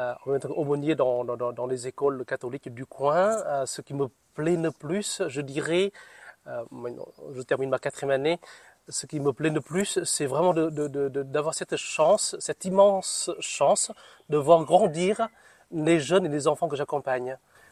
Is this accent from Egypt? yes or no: no; Northern Vietnam, Vietnam; now in France